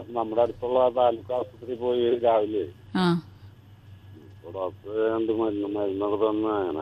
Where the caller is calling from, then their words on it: Thrissur district, Kerala, India; ഞാൻ തൃശ്ശൂർ ജില്ലയിലെ മറ്റേ നമ്മുടെ കുഞ്ഞിനി ഡാം റൂട്ടില്ലേ, അവിടെ ഭാഗത്തുമാണ്.